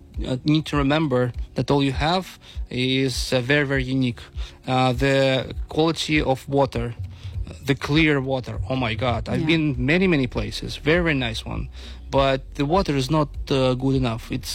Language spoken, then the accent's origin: English; Hong Kong; English is a second language; I'm coming from Hong Kong. People can speak English, but they cannot speak French, and not all people speak English, for instance, right?